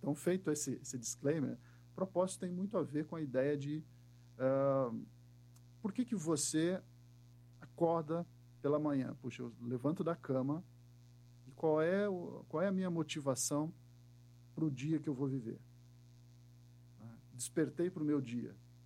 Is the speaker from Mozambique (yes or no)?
no; Santa Catarina, Brazil; now in Paraná, Brazil; Em Santa Catarina, onde eu me criei quando criança, era Globo Rio.